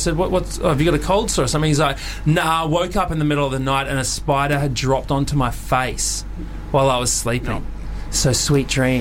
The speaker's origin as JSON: {"language": "English", "country": "Australia", "said": "Yeah, I'm Aussie."}